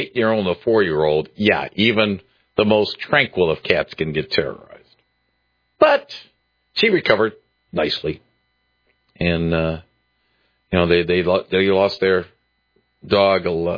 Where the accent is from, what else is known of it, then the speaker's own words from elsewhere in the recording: Detroit, Michigan, United States; And we grew up in Detroit with the b